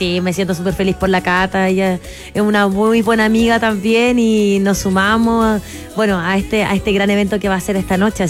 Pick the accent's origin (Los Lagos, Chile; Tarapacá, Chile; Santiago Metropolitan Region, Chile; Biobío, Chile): Tarapacá, Chile; Iquique; Que allá Iquique no es tan grande tampoco.